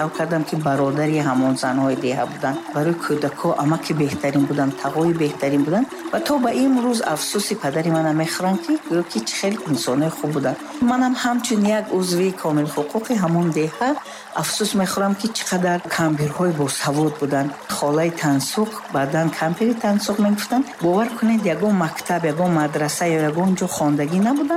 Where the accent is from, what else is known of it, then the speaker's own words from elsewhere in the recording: Panjakent, Sughd, Tajikistan; moved away; кӯдакиам дар деҳа гузаштааст ва деҳаи ман хело деҳаи зебо аст.